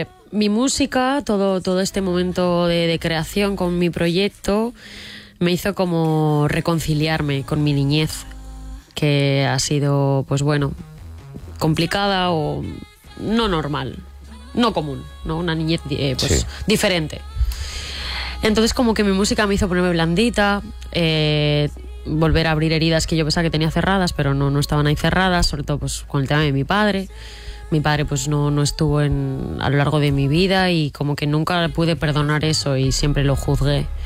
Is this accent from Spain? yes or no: yes; Zaragoza, Aragon, Spain; born there; tengo sangre de andaluza porque mi abuela materna es de Andalucía y pues luego yo nací en Zaragoza.